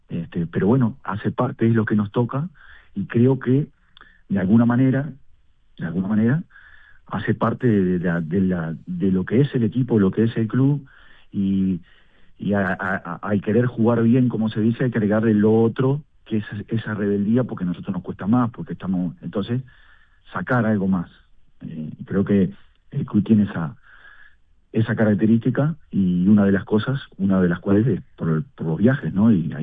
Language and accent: Spanish; Uruguay; moved away; yo soy de Nolia con mucho orgullo.